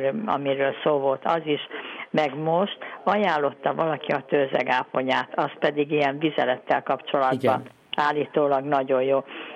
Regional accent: Budapest, Hungary; now in Zalaegerszeg, Hungary; Pedig nagyon egészségesen éltünk gyerekkorunkban, én Budán laktam, most Zalaegerszegen élek, ide jöttem férhez

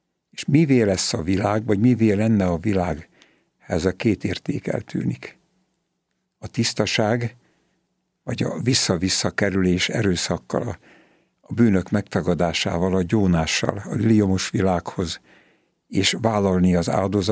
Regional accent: Pest, Hungary; born there; én tápiósvíben születtem, és a templomunk ennek a titoknak van szentelve

